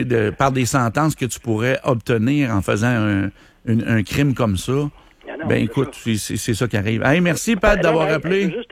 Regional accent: Canada

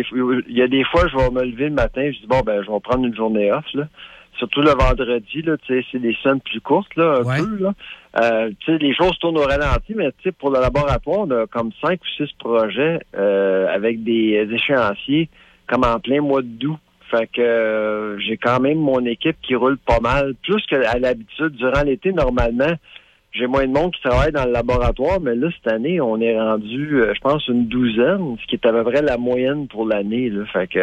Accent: Quebec, Canada; now in Canada (outside Quebec)

